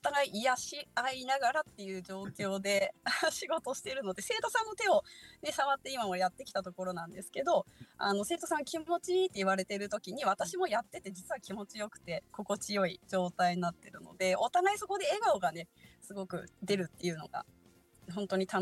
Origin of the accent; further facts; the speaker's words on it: Fukushima, Japan; 私、地元が福島なんですけど